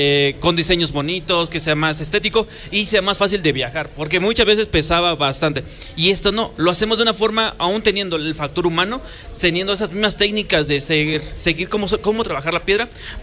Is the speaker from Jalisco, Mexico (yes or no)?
no; San Nicolás de los Ranchos, Puebla, Mexico; born or raised there